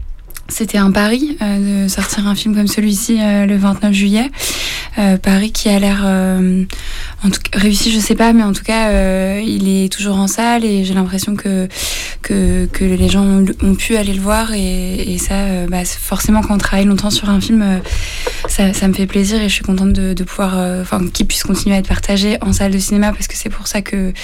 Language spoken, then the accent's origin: French; Clichy-sous-Bois, Île-de-France, France; moi je suis originaire de Clichy-sous-Bois dans le 93